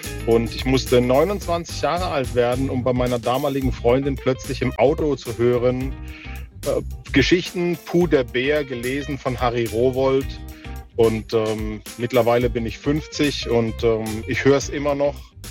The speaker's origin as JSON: {"language": "German", "town": "Heidelberg", "region": "Baden-Württemberg", "country": "Germany", "said": "Ich komme aus der Kurpfalz, aus dem wunderschönen Heidelberg."}